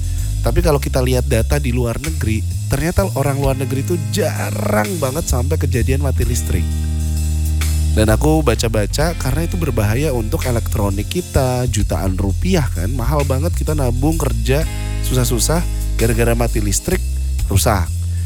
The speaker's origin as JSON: {"language": "Indonesian", "region": "West Java", "country": "Indonesia", "said": "Saya orang Sunda gak tahu artinya ngariung."}